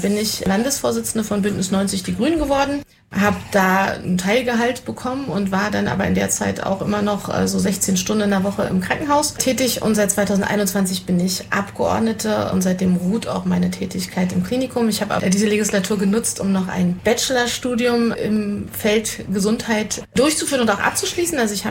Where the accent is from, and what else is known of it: Berlin, Germany; born there; now in Quedlinburg, Germany